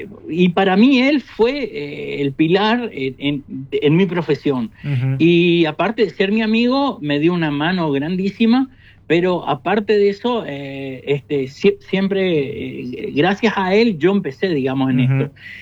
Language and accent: Spanish; Gobernador Virasoro, Corrientes, Argentina; moved away as an adult; also born or lived in Florence, Italy; now in Monaco; Yo extraño mi tierra, extraño Argentina, extraño Corrientes, extraño Virasoro